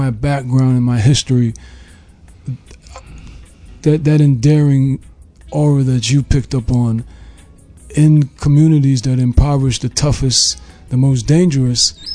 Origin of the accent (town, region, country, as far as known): Belize